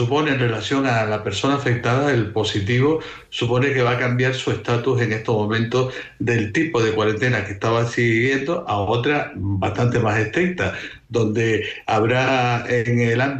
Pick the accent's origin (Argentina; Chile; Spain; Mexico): Spain; Canary Islands; now in Las Palmas, Spain; Sí, soy de Tenerife, pero vivo en Las Palmas.